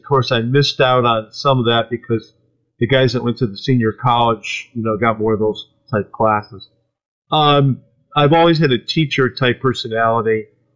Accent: Lakewood, Ohio, United States; I'm from Lakeland, Ohio, which is a suburb just west of Cleveland. I was raised in a very large family. I'm the oldest of eight kids.

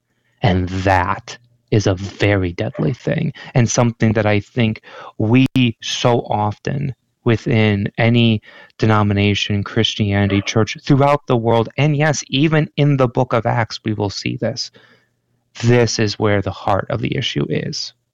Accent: Michigan, United States; I'm from Michigan, so my accent, have an accent.

